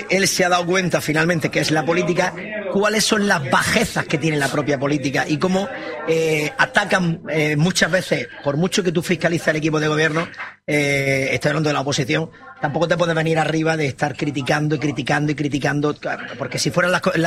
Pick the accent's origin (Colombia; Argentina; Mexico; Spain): Spain; Yo soy español, yo quiero que gane España.